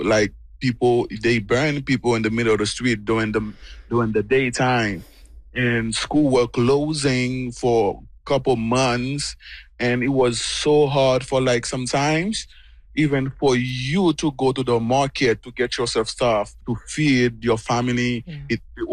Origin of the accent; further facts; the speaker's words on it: Port-au-Prince, Ouest, Haiti; moved away as an adult; I was born in Port-au-Prince. My whole life was in Port-au-Prince. So I know nowhere else besides Port-au-Prince.